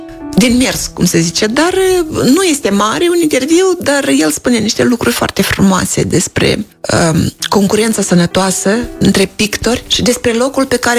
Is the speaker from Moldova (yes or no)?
yes; Orhei, Orhei District, Moldova; știți că și eu sunt din Orhei